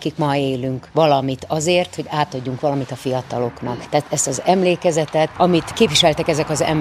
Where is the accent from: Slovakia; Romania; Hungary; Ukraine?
Ukraine; Zakarpattia Oblast